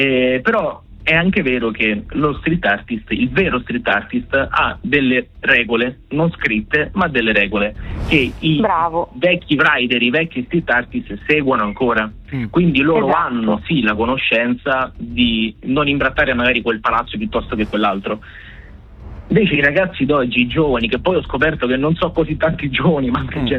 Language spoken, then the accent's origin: Italian; Rome, Lazio, Italy; io da romano